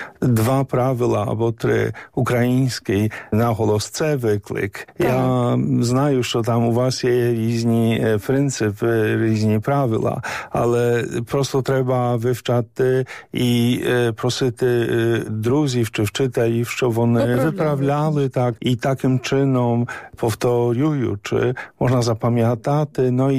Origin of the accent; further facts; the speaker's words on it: Poland; Ukrainian is a second language; Але, ну, я Поляк. Вони були Поляки, римокатолики. Тобто в мене немає жодної ідентичності української.